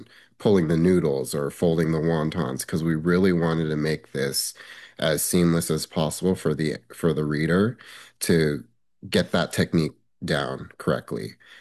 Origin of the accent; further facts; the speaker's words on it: Monterey Park, California, United States; where I grew up in Monterey Park